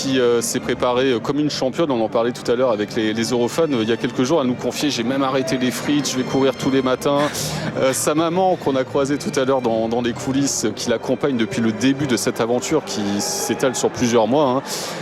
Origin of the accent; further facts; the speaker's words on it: France; parce que évidemment en tant que Français on n'est pas très objectif, on est un peu chauvin